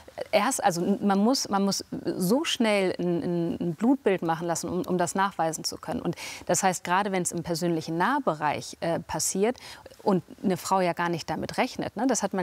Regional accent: Celle, Lower Saxony, Germany; Also ich komme aus Celle, also in der Nähe von Hannover

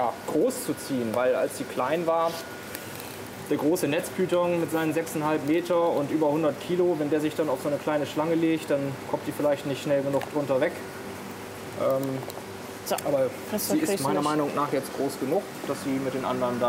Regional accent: Hamburg, Germany; Ich bin ja ein Hamburger Jung

